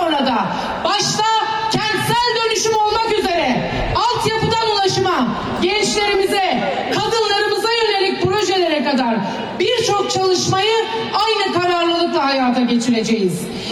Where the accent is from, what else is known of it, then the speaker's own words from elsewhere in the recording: Afyonkarahisar, Turkey; Afyonkarahisar'ımızı yeniden inşa etmek için memleketime Adalet ve Kalkınma Partisi'nde hizmet etmeye devam edeceğim.